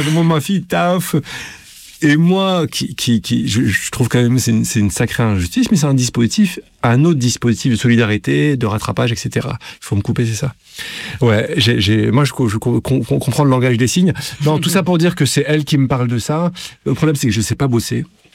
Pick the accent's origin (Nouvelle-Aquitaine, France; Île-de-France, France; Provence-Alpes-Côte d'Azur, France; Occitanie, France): Île-de-France, France; Villiers-sur-Marne; Villiers-sur-Marne.